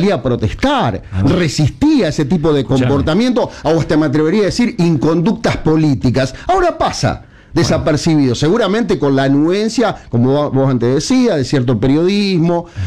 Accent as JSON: {"language": "Spanish", "country": "Argentina", "said": "lo que nos pasa como argentinos"}